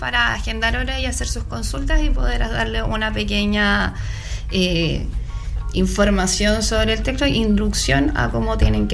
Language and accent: Spanish; Concepción, Biobío, Chile; moved away as an adult; now in Los Ángeles, Chile; yo soy oriunda de Concepción. Hace poco asumí el bonito desafío que ha sido estar en la Corporación de Asistencia Judicial acá en Los Ángeles.